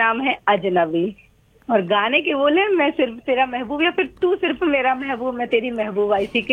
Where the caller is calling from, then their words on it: Dewas, Madhya Pradesh, India; बात कर रही हूँ देवास से।